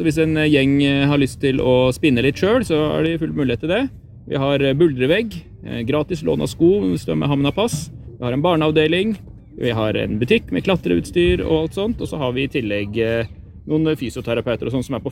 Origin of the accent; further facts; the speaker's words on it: Geilo, Buskerud, Norway; moved away as an adult; now in Nordfjordeid, Norway; Ja, jeg har vokst opp på Gjeilo, men kjærleiken mitt har dratt meg hit, så nå bor jeg ja, i Ervik ved Kjølsdalen da.